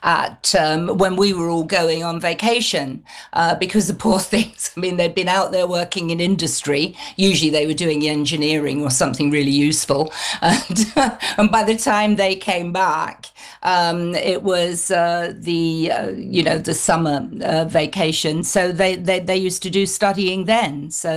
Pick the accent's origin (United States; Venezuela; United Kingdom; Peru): United Kingdom; Essex, East of England; born there; now in Coventry, United Kingdom; I wasn't born here. I was born in Essex.